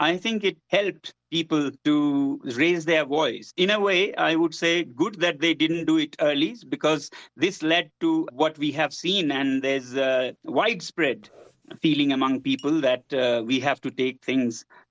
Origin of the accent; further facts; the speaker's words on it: Ladakh, India; Normally, because I come from Ladakh, where there were protests and there were 4 people killed